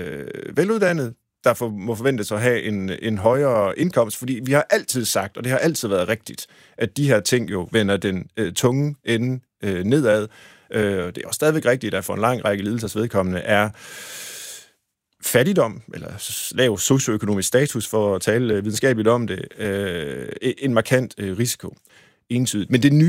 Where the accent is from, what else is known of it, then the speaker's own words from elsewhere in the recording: Tjørring, Central Denmark Region, Denmark; for jeg er vokset op ved Gøstrup. Altså i Tjørring, men det ligger lige ved siden af, og vi lejede på engen, som førte os ned til Gøstrup.